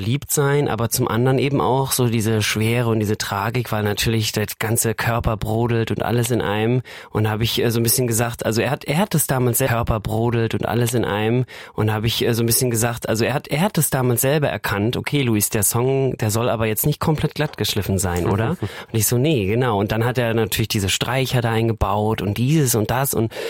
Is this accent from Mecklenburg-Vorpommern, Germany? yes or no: yes; Wismar, Mecklenburg-Vorpommern, Germany; in Wismar, wo ich herkomme